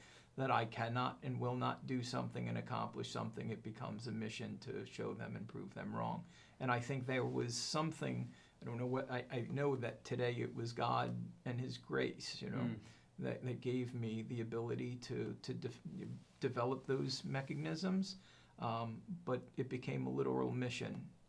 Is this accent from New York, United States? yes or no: yes; New York, United States; As I was growing up in New York, I grew up in a pretty rough neighborhood.